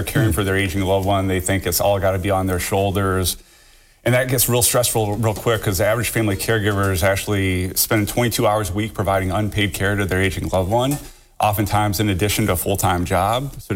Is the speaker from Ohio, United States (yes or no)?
yes; Haskins, Ohio, United States; Yeah. So when I grew up in a little town in Wood County called Haskins